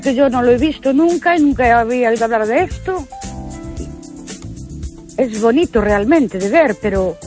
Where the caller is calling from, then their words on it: Ourense, Galicia, Spain; de Ourense.